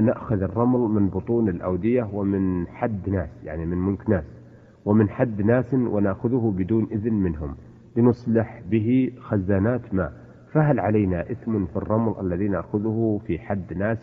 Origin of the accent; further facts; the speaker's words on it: Riyadh, Riyadh Province, Saudi Arabia; عندنا في الرياض